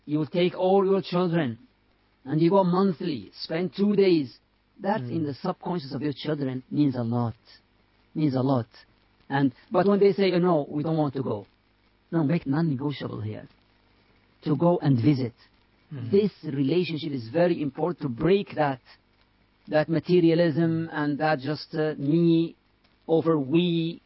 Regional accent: United Arab Emirates; I grew up in Emirates, not in Mauritania.

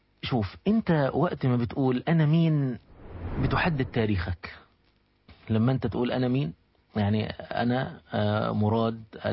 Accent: Egypt; أنا لما أقول … حفيد الحضارة المصرية القديمة

